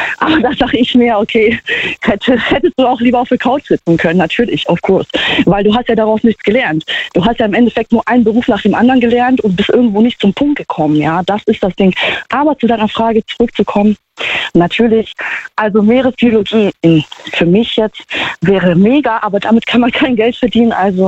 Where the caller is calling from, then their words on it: Trier, Rhineland-Palatinate, Germany; Hier, Trier.